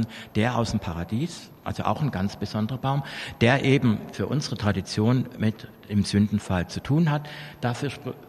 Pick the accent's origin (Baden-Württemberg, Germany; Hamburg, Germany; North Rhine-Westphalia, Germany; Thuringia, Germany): Baden-Württemberg, Germany; Schorndorf; meine ist zum Beispiel hier in Schorndorf groß geworden, also geboren, aber von Flüchtlingseltern. Und hätte es diesen Zweiten Weltkrieg nicht gegeben, dann wäre ich in einem Bauernhof groß geworden in Westpreußen.